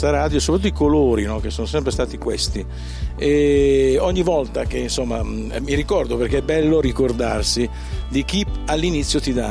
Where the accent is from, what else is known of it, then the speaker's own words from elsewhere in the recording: Monza, Lombardy, Italy; una piccola stanza di Monza, che è la mia città natale